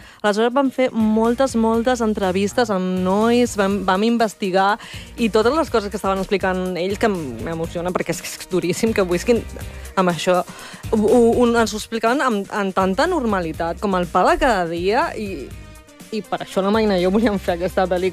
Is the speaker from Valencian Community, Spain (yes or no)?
no; Gornal, Catalonia, Spain; nosaltres dues som de Gormall.